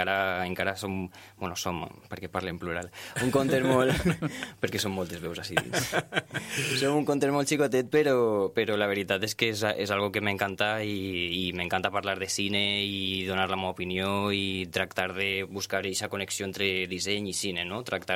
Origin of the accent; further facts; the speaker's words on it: Bocairent, Valencian Community, Spain; jo sóc d'un poble molt, molt menut, jo sóc de Bocairent, i ahir no teníem cinema.